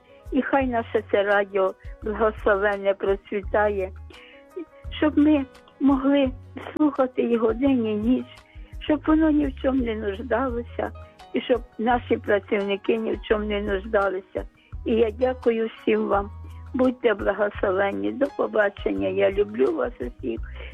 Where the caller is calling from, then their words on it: Kyiv, Ukraine; я з Оболоні, з Києва.